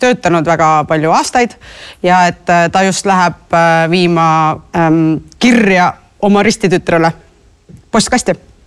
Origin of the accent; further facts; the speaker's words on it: Saare County, Estonia; Ma olen väga Saaremalt, aga mu vanaema on Muhus